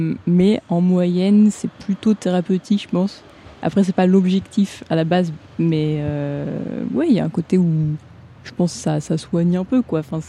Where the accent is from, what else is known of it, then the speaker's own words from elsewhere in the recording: France; now in Lyon, France; Française.